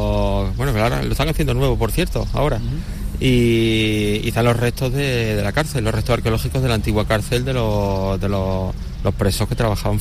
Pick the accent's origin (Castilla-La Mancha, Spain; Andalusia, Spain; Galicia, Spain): Castilla-La Mancha, Spain; Almadén; En Almadén, para la gente de fuera, es muy desconocido, ¿no? y eso que, como has dicho, somos Patrimonio de la Humanidad y desde hace poquito Geoparque también.